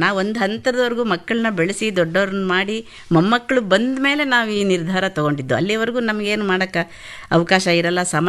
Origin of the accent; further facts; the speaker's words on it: Hampi, Karnataka, India; moved away as an adult; now in Belagavi, India; ಬಳ್ಳಾರಿ ಜಿಲ್ಲೆ ಹಂಪೆಯಲ್ಲೇ ನಾವು ಹುಟ್ಟಿದ್ದು ಬೆಳೆದಿದ್ದು ಎಲ್ಲಾನು.